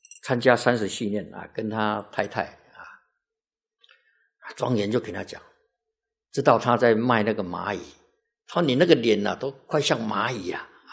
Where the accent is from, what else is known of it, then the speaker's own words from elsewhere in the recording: Taiwan; 鱼头都免费的啊，我们台湾都要买的啊